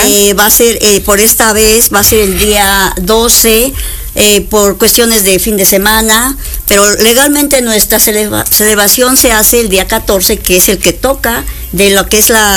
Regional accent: Mexico; qué amistad hacemos con nuestro país, porque somos mexicanos.

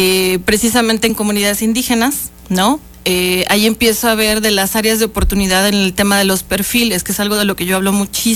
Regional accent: Puebla, Mexico; also born or lived in Mexico City; pues sí, llegué muy chica, 8 o 9 años, ya digo que yo soy poblana adoptada, entonces, pero o sea, nací en Ciudad de México.

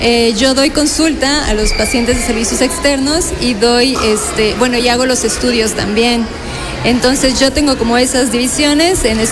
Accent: Cuernavaca, Morelos, Mexico; now in Puebla, Mexico; yo soy de Cuernavaca, Morelos.

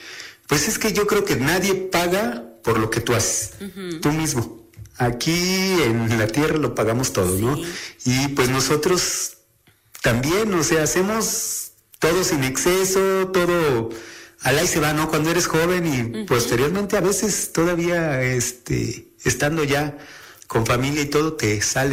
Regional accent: Oriental, Puebla, Mexico; also born or lived in Xalapa; Pues yo nací en Jalapa, Veracruz, pero toda mi vida he vivido en Oriental.

